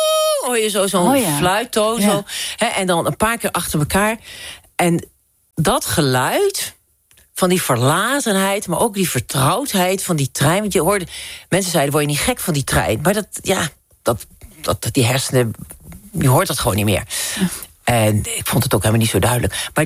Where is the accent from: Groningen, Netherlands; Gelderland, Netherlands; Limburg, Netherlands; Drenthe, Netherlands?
Drenthe, Netherlands; ik kom uit Drenthe, dus daar waren ook de paardenmarkten en de veemarkten en dat soort dingen.